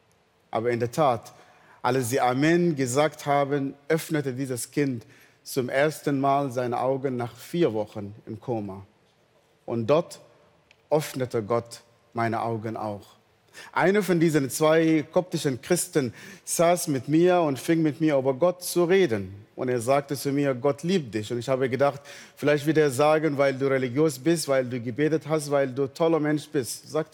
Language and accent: German; Northern Sudan, Sudan; born there; German is a second language; moved away; ich bin im Nordsudan geboren in einer nicht christlichen Familie. Ich war sehr religiös.